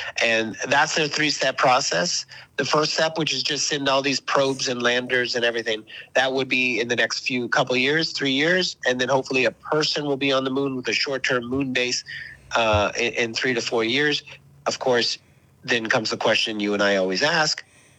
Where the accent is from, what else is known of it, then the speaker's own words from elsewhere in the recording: California, United States; Was buried this little nugget, which as a Californian, people are quite upset.